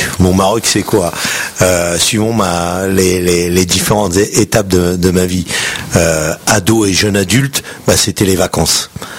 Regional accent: Paris, Île-de-France, France; quand je me présente à l'étranger, je dis I'm French, je viens de Paris, tu vois. Je dis pas I'm from Oujda.

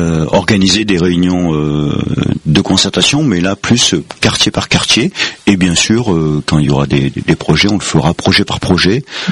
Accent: Auvergne-Rhône-Alpes, France; Alors moi je sais pas vous, mais moi je suis originaire de la Drôme provençale et donc quand j'étais en sixième, je prenais le bus à 7h15 pour aller au collège

